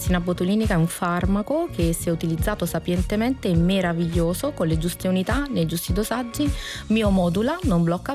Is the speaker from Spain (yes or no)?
no; Switzerland; perché io sono svizzera